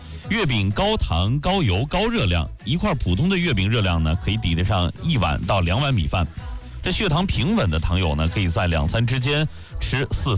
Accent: China; 这是刻在我们中国人骨子里的仪式感

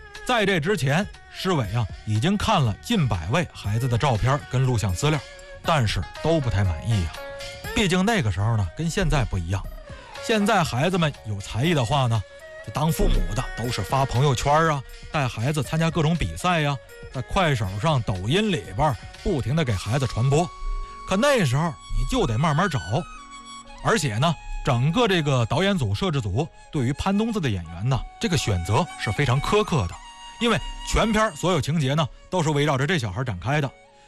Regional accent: Tangshan, Hebei, China; moved away; 我老家呢是唐山农村的，你看我们小时候呢偶尔啊有这个城市的亲戚也是小孩就来串亲戚了

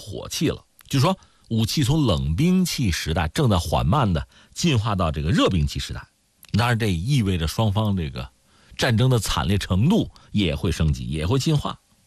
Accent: China

